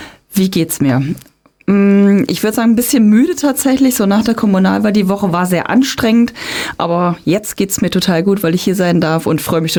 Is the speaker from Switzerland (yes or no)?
no; Wanfried, Hesse, Germany; ich bin in Wanfried groß geworden. Dann geht man natürlich als erstes auf die Grundschule, auf die Gerhard-Hauptmann-Schule nach Wanfried.